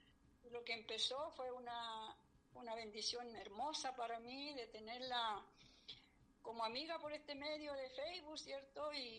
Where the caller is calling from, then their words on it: Santiago, Santiago Metropolitan Region, Chile; de mi tierra, desde Santiago de Chile, de su hermana en Cristo … una hermana que sirve al Señor, que ama a Dios.